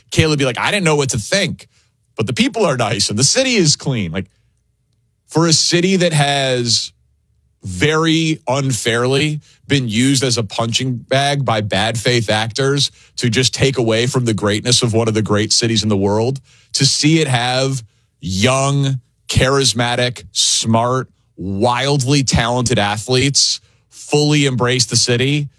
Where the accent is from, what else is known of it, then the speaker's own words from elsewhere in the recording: Chicago, Illinois, United States; So happy for my hometown of Chicago.